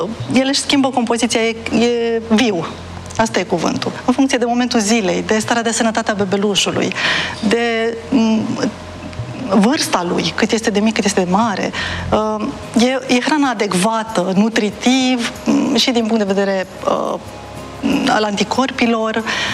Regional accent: Brașov, Brașov County, Romania; în Brașov, acolo de unde sunt eu

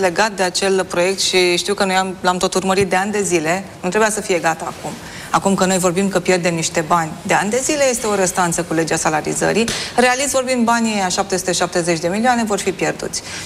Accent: Romania; Eu cred că în momentul ăsta putem să spunem că programul este un eșec pentru că noi suntem români.

